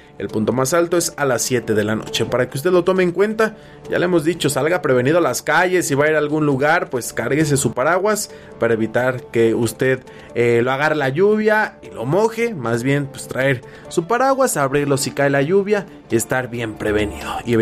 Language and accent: Spanish; Mexico; Pues así somos los mexicanos